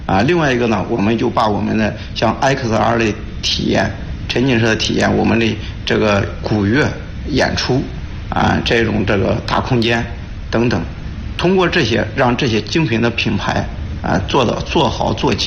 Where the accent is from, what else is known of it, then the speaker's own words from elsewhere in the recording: Henan, China; 我们河南人说话经常喜欢说一个中字